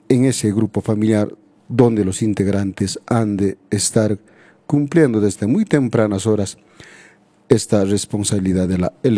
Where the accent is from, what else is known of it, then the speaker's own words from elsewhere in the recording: Cusco, Peru; el Valle Sagrado de los Incas, nuestra tierra